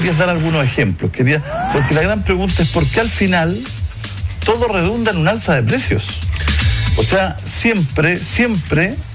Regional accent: Concepción, Biobío, Chile; Es un problema porque, por ejemplo, nosotros dos somos de Concepción, el terremoto del 2010.

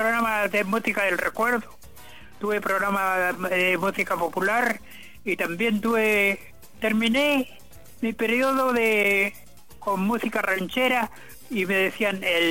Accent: Los Álamos, Biobío, Chile; born there; now in Lebu, Chile; yo nací en la comuna de Los Álamos, la vecina comuna de Los Álamos, ya. Pero hacen 60 y tantos años que estoy en Lebu.

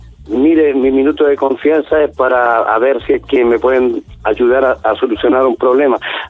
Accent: Coronel, Biobío, Chile; Yo soy de acá de Coronel.

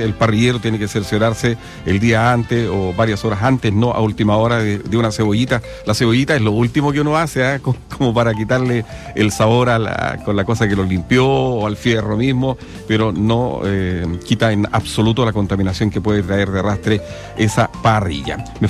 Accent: Chile; La implementamos ayer tarde como buen chileno a última hora con los preparativos, con ramitas ahí de aromo, a la bandera chilena

